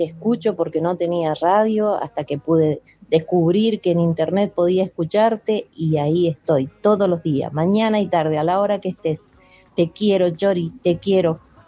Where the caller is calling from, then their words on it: Argentina; recordarnos que somos argentinos y que la patria es nuestra.